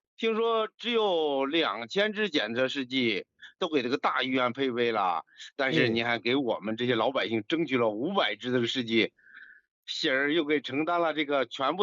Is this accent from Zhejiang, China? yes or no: no; Hebei, China; 哎，我是河北的一个听众。